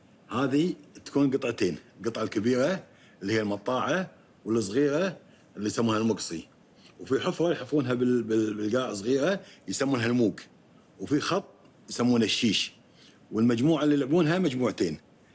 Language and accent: Arabic; Kuwait